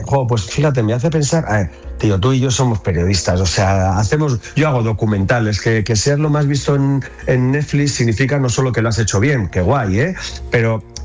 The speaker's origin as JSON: {"language": "Spanish", "region": "Basque Country", "country": "Spain", "said": "yo era un tipo con 29 años al que le mandan al País Vasco, de donde soy yo."}